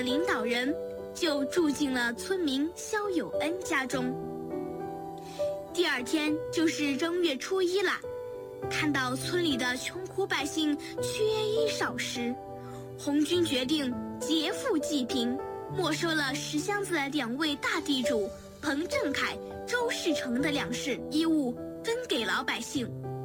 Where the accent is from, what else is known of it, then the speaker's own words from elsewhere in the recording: Luzhou, Sichuan, China; 我的家乡在赤水河畔，它是一个很特别的地方。雄鸡在这里打鸣，云南、贵州、四川三省都能听到，所以它也被称为鸡鸣三省地。